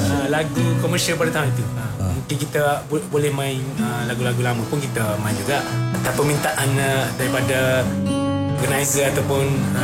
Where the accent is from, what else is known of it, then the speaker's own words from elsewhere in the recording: Kota Bharu, Kelantan, Malaysia; born there; Kami berasal daripada semua daripada Kota Baru.